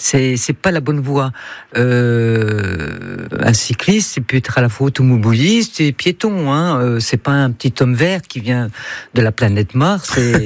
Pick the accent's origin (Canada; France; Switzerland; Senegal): France; chez nous en France